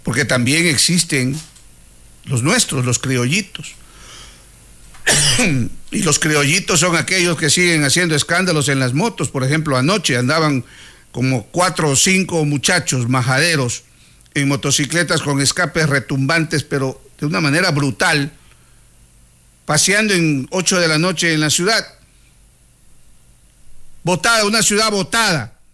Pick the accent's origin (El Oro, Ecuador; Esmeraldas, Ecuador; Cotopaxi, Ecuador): El Oro, Ecuador; Zaruma; oiga, soy de Zaruma, aquí no hay cuadras.